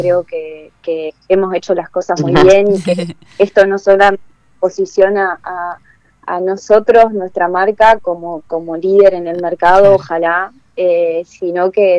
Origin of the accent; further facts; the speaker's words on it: Concepción del Uruguay, Entre Ríos, Argentina; nosotros somos de Concepción del Uruguay.